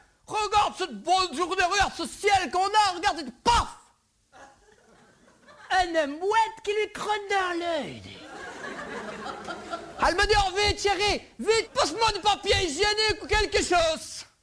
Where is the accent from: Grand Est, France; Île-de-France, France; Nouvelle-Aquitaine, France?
Grand Est, France; Et finit chez nous en Alsace.